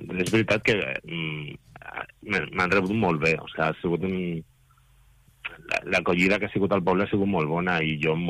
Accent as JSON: {"language": "Catalan", "town": "Guardamar del Segura", "region": "Valencian Community", "country": "Spain", "moved": "yes", "said": "en el meu poble, en Guardamar"}